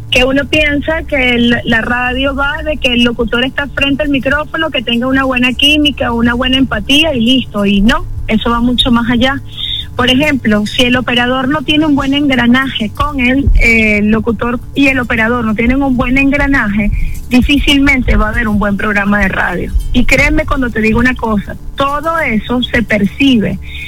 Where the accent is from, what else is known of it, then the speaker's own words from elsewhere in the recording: Cumaná, Sucre, Venezuela; Que como yo vengo de Cumaná, que yo, acuérdate que yo tengo un año acá en la isla desde a mi regreso, porque bueno, ya yo había vivido acá antes